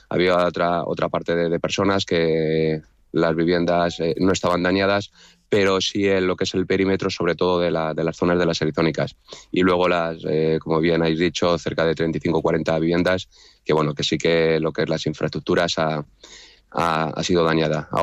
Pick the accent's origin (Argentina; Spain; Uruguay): Spain; Community of Madrid; que somos de aquí, de nuestro municipio, digamos que nuestro municipio, que es un pueblo verde, que somos la Huerta de Madrid